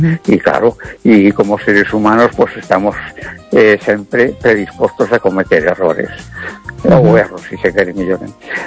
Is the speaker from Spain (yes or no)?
yes; A Coruña, Galicia, Spain